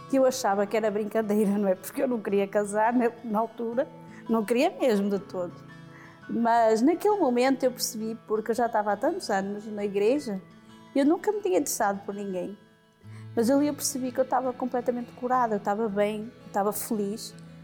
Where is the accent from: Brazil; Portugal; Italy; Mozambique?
Portugal; porque ele é brasileiro, eu sou portuguesa.